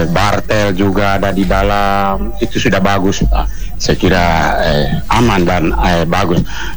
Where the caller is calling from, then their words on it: Fakfak, West Papua, Indonesia; saya juga orang Fokfak